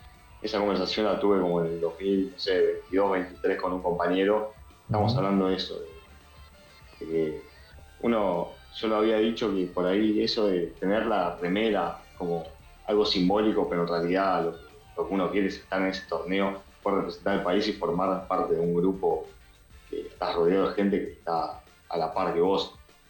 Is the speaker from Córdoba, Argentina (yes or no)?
no; Monte Grande, Buenos Aires Province, Argentina; Yo soy de Monte Grande, pero practicaba también en un club de acá de Monte Grande.